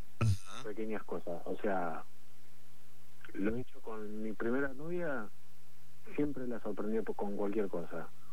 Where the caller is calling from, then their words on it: Mar del Plata, Buenos Aires Province, Argentina; de Mar del Plata.